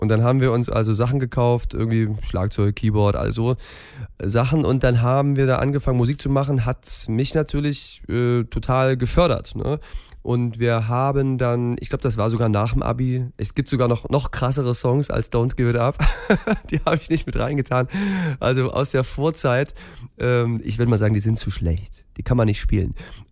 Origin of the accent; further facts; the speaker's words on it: Saxony, Germany; accent: Saxon; Aber ich bin ja nun mal in Sachsen aufgewachsen. Das heißt, ich würde nicht sagen, ich rede jetzt irgendwie harten Dialekt